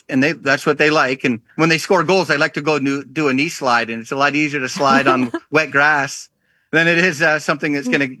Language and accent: English; Canada; and me being Canadian, I was actually for maybe the first time I was more into the game than I was the field.